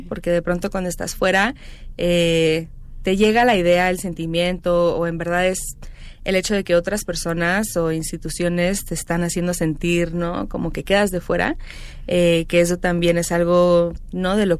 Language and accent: Spanish; Mazatlán, Sinaloa, Mexico; Igual también creciendo en Mazatlán, tuve una experiencia mazatleca, ¿no?